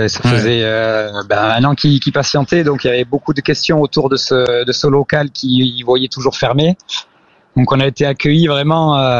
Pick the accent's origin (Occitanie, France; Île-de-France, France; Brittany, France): Occitanie, France; je suis revenu aux sources dans mon village natal pour reprendre cette boulangerie-là.